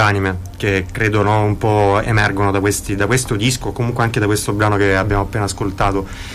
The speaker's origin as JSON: {"language": "Italian", "town": "Lecce", "region": "Apulia", "country": "Italy", "said": "sono di Lecce"}